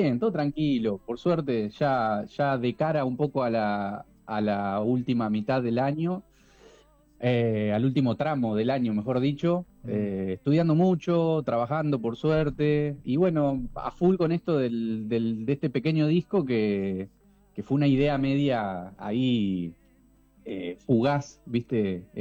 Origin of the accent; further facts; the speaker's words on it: General Belgrano, Buenos Aires Province, Argentina; moved away as an adult; also born or lived in La Plata; Yo soy de Los Cerrillos, que es una estancia acá cerca. Viajé toda la vida a General Belgrano al colegio. Cuando terminé el colegio me fui a vivir a La Plata para estudiar en Bellas Artes composición.